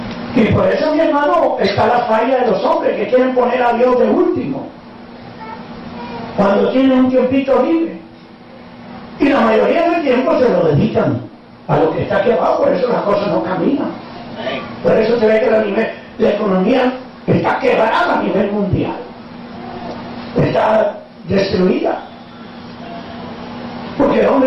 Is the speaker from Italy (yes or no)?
yes; Italy